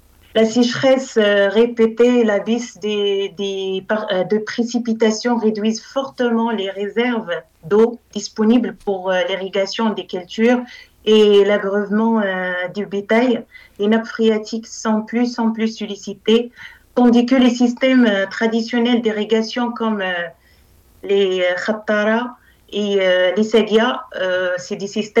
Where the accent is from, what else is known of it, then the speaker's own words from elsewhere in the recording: Errachidia, Drâa-Tafilalet, Morocco; Je suis d'origine de Rachidia, dans le sud-est du Maroc, c'est la région de Darat Filalt.